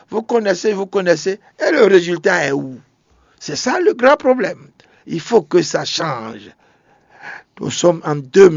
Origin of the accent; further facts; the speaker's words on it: Benin; Nous sommes tous des Béninois.